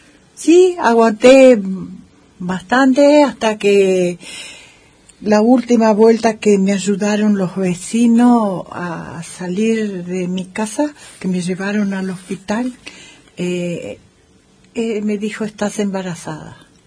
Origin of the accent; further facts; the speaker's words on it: Brazil; now in Esquel, Argentina; Me crié en Brasil.